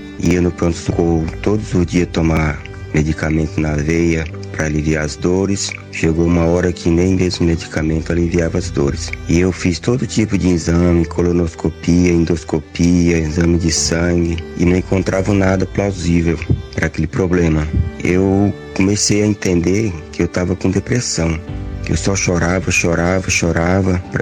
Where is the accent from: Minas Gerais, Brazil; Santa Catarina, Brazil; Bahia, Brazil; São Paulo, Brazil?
São Paulo, Brazil; Carapicuíba; sou aqui de Carapicuíba.